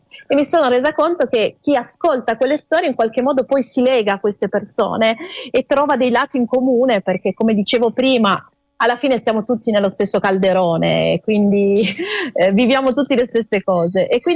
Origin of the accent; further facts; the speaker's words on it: Cuneo, Piedmont, Italy; Io appunto, avendo vissuto in montagna, sono partita dalla montagna, quindi dalle valli cuneesi. Io sono di Cuneo